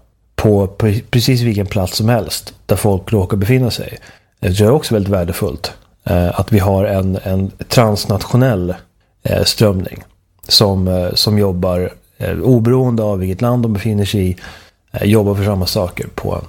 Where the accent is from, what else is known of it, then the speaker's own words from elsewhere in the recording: Sweden; jag ska inte säga att jag är likgiltig inför att jag kommer från Sverige.